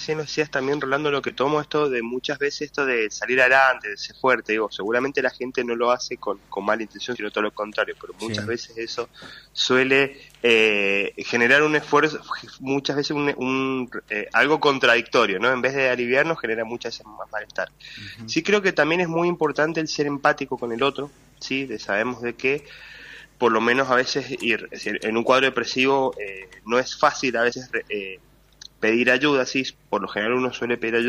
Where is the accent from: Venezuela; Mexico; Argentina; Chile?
Argentina